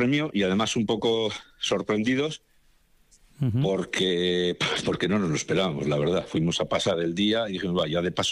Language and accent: Spanish; Areatza, Basque Country, Spain; muy cerquita de Areatza, porque nosotros somos de Areatza en realidad.